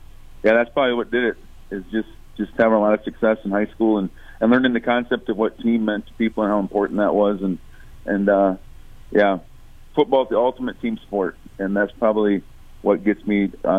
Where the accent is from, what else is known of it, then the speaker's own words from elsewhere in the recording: Garretson, South Dakota, United States; moved away as an adult; also born or lived in Pipestone, Minnesota; I'm originally from Garrettson.